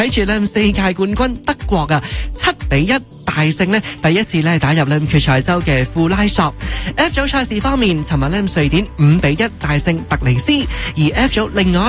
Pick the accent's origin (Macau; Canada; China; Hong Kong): Canada; 我哋加拿大人